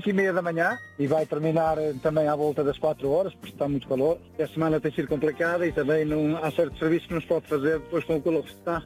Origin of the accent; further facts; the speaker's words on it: Resende, Viseu, Portugal; moved away; O Alto Douro, neste caso, não é bem do Alto Douro, mas encostado ao Alto Douro. Eu venho de Rezende, por isso a gente tem um bocadinho de conhecimento.